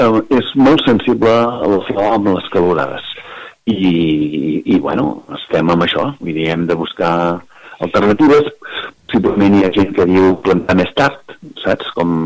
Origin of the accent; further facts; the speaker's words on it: Castellfollit del Boix, Catalonia, Spain; som del Bages